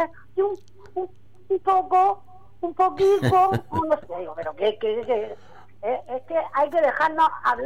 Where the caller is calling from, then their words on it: Region of Murcia, Spain; los murcianos somos únicos.